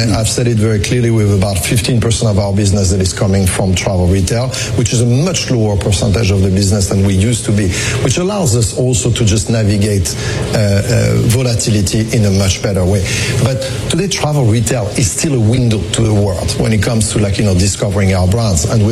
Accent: United States; born there; accent: French; I was born in the U.S. despite my French accent.

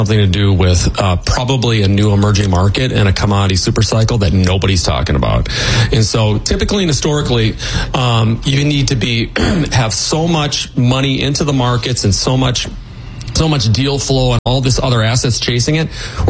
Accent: Minnesota, United States; remind everybody that I was born and raised in Minnesota. We have PTSD with respect to every single sport. This is classic Minnesota sports.

